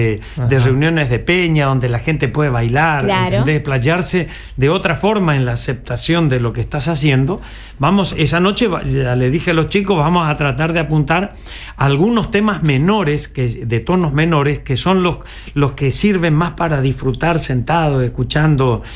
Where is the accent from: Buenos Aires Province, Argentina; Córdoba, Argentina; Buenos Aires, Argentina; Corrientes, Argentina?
Corrientes, Argentina; nosotros los correntinos